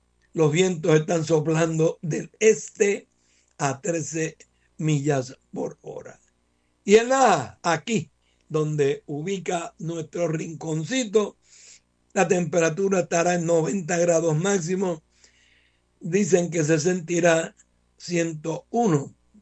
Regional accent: Vega Alta, Puerto Rico; en territorio de los Ñangotao, mi pueblo natal, Vega Alta

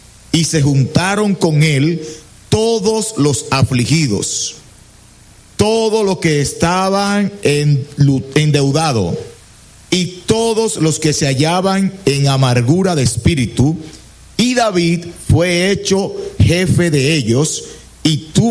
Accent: La Romana, Dominican Republic; Mire, mi esposa y yo somos de La Romana, mi hija.

